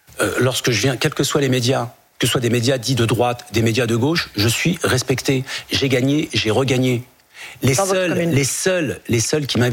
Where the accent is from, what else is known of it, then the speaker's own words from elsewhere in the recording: France; Ce sont nos parents, nous on est français, bien français et fiers d'être français.